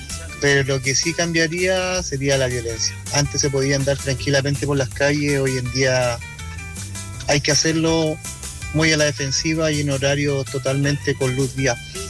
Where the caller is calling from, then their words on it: Copiapó, Atacama, Chile; Ya hace 9 años que vivo en Copiapó.